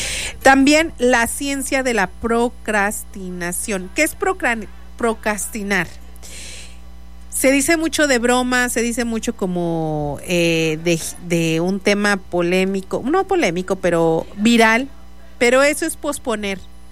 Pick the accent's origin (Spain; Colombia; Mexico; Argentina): Mexico